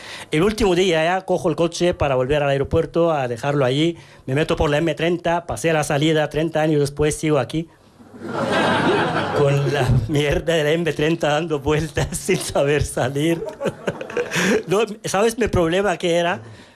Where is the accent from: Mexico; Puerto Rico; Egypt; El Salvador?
Egypt; Cairo, Cairo Governorate; now in Madrid, Spain; Vengo de una ciudad, se llama El Cairo, de 30 millones de habitantes. 30 millones de habitantes. Llego aquí a Madrid